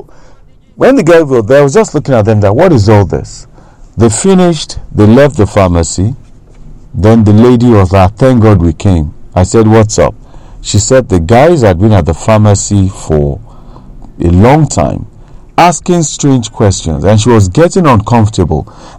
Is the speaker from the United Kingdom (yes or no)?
no; Nigeria; now in Accra, Ghana; That I am Nigerian.